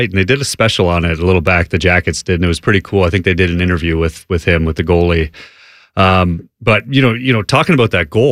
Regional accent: Toronto, Ontario, Canada; moved away; growing up in Toronto

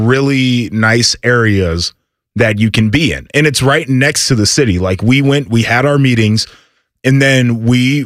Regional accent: Boston, Massachusetts, United States; And the other part is like, I'm from Boston.

